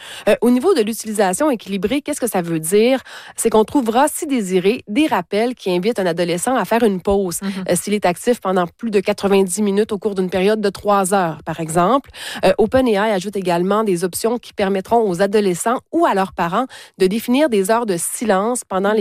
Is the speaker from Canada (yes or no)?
yes; Canada; Chez nous, au Canada